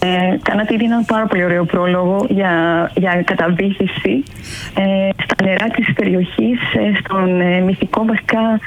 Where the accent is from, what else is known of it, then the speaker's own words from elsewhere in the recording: Myloi, Peloponnese, Greece; κατάγομαι από τους Μήλους Αργολίδας.